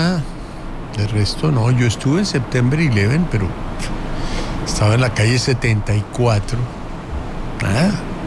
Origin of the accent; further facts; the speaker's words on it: Colombia; yo soy colombiano